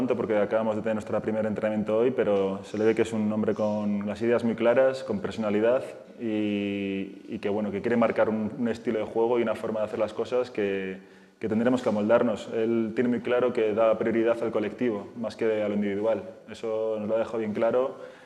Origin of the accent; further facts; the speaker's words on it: Bilbao, Basque Country, Spain; yo soy de Bilbao y mi portero referente en aquel momento cuando yo jugaba